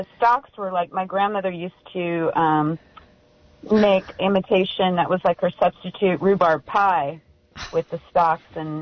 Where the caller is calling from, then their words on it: Fountain, United States; in Fountain